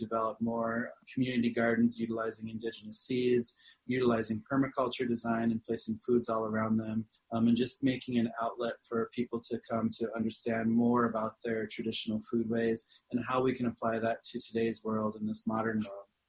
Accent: Pine Ridge Reservation, South Dakota, United States; You know, from my own experience growing up on Pine Ridge Reservation, which has been the poorest community in the United States ever since its inception

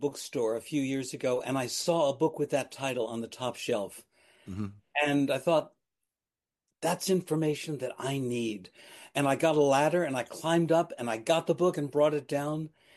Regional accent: New York City, New York, United States; I was raised in New York City.

